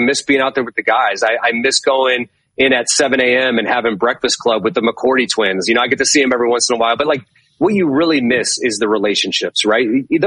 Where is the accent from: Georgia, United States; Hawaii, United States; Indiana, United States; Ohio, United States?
Ohio, United States; Cleveland; moved away as an adult; also born or lived in Chicago / Michigan; now in New England, United States; I'm a New Englander now. They don't even know how good they had. I grew up in Cleveland.